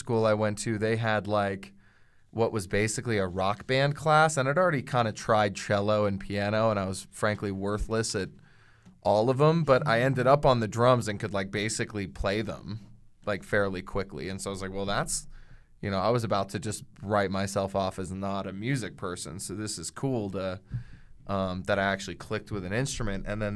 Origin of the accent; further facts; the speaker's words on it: East Coast, United States; moved away as an adult; I grew up on the East Coast